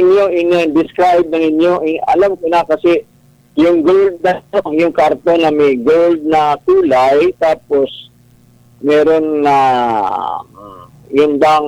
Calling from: Surigao City, Caraga, Philippines; Taga-Surigao ako, Surigao City.

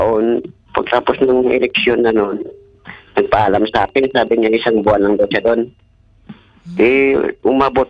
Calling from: Bacolod, Western Visayas, Philippines; taga Bacolod.

